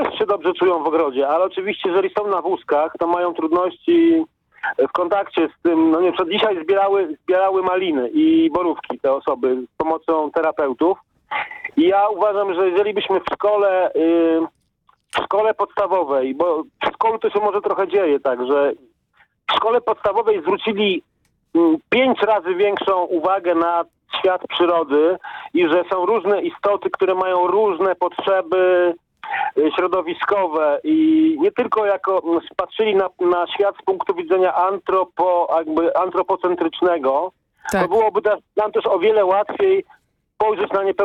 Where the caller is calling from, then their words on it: Gdańsk, Pomeranian Voivodeship, Poland; jestem wolontariuszem w takiej fundacji Maja u nas w Gdańsku.